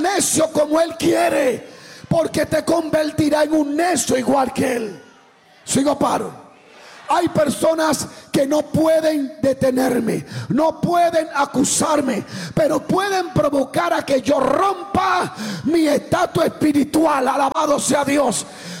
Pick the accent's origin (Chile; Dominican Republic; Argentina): Dominican Republic; Domingo y llegué allá al aeropuerto. Y siempre que yo iba bendecido, yo siempre sabía cómo manejarme. En mi país hay que saber cómo manejarse.